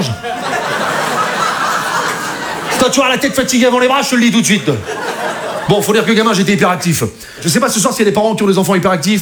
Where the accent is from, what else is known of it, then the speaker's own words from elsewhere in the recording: Rouen, Normandy, France; je viens d'une région où on est tous très grands comme ça, tous costauds. Parce que je viens de Rouen, c'est la Normandie, c'est chez moi, voilà.